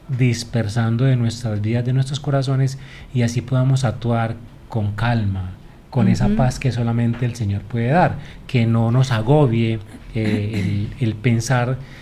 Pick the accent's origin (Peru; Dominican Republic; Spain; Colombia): Colombia